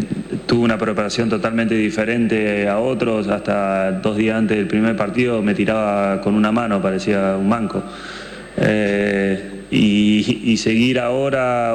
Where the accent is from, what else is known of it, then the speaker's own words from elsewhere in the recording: Argentina; quiero que nos recuerden como cualquier argentino, que somos trabajadores, que nunca nos damos por vencido